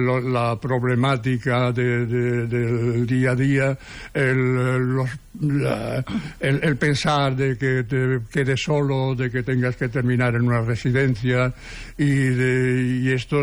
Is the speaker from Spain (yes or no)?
yes; Seville, Andalusia, Spain; now in Barcelona, Spain; pero cuando vinimos de Sevilla.